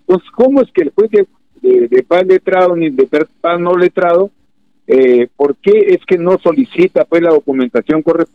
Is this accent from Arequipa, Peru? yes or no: no; Olmos, Lambayeque, Peru